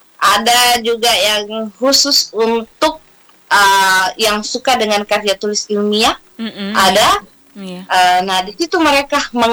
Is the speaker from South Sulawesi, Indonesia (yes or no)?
yes; South Sulawesi, Indonesia; sebagai anak Sulawesi Selatan